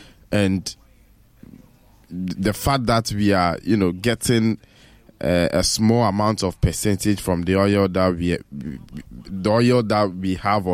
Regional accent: Ghana

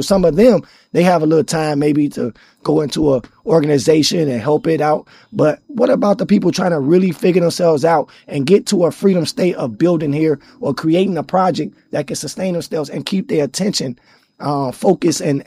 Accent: Chicago, Illinois, United States; You know, I'm from Chicago, man. You know, 2 weeks ago was Labor Day weekend for us.

